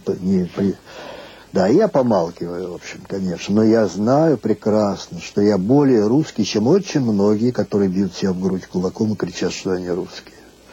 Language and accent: Russian; Moscow, Russia; first language Russian; Я родился на Арбате в Москве. Мой отец грузин из Кутаиси. Моя мать армянка, она из Тбилиси.